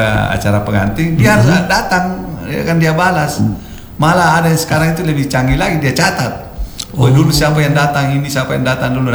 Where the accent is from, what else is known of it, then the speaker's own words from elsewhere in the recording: Sinjai, South Sulawesi, Indonesia; Tapi saya kan Bugis Sinjai.